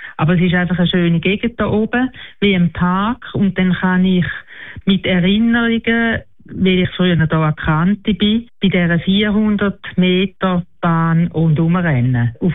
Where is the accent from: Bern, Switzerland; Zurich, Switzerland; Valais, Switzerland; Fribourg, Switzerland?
Zurich, Switzerland; Dachsen; now in Schaffhausen, Switzerland